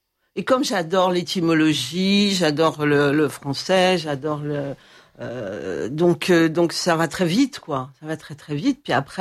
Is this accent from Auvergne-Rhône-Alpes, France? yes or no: yes; Lyon, Auvergne-Rhône-Alpes, France; Je suis lyonnaise d'origine.